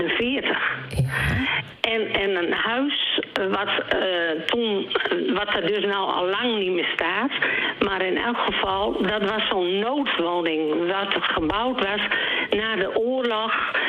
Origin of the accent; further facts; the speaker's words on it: Drenthe, Netherlands; born there; now in Annen, Netherlands; Ik ben geboren in Winden.